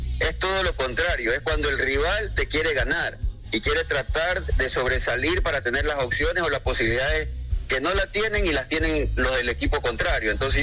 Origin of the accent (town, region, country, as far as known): Ecuador